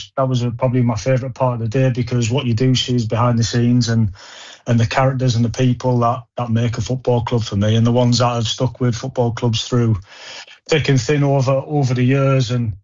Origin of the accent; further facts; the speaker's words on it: Middlesbrough, North East England, United Kingdom; growing up in Middlesbrough